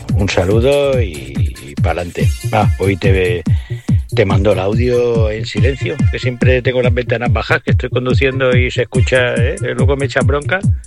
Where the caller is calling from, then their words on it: Cubelles, Catalonia, Spain; de Cubellas